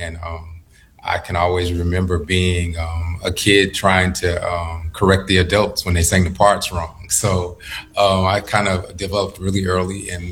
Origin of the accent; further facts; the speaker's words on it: Gastonia, North Carolina, United States; also born or lived in Charlotte; So I started in the church in North Carolina. I was born in Charlotte, but I grew up in a town that's like about 30 minutes south of Charlotte called Gastonia. So I grew up in Gastonia.